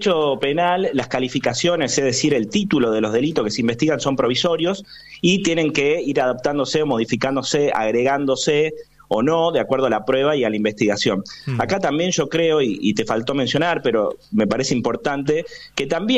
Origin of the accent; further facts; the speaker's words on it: Argentina; como ciudadano argentino, como abogado